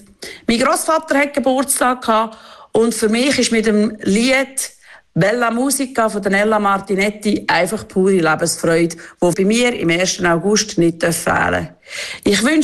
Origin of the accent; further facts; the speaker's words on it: Switzerland; now in Oberkirch, Switzerland; von Oberkirch. Der 1. August ist für mich recht speziell. Ich bin im Abgeschwend aufgewachsen